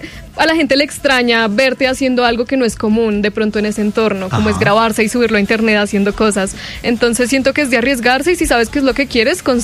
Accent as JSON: {"language": "Spanish", "town": "Bogotá", "region": "Bogotá Capital District", "country": "Colombia", "tie": "born or raised there", "said": "No, yo soy de acá de Bogotá. 100% nací y crecí acá."}